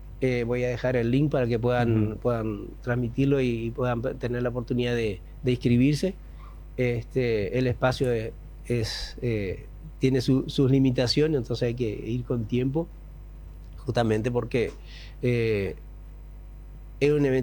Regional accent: Uruguay; moved away as an adult; now in Paraguay; Ya soy más paraguayo que uruguayo.

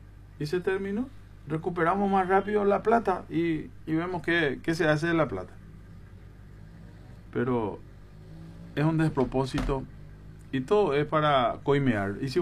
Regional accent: Presidente Franco, Alto Paraná, Paraguay; Expreso mi indignación como ciudadano paraguayo, franqueño

